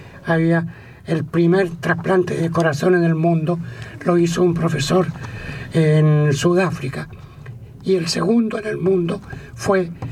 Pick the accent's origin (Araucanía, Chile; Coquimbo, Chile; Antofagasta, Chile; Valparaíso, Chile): Antofagasta, Chile; moved away as an adult; now in Santiago, Chile; Yo soy de Antofagasta originalmente. Estudié en Antofagasta, terminé en el colegio